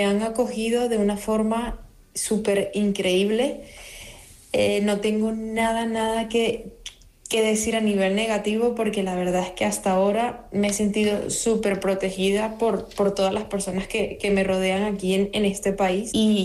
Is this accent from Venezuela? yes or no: yes; Venezuela; now in Spain; soy venezolana, tengo en España aproximadamente 11 años.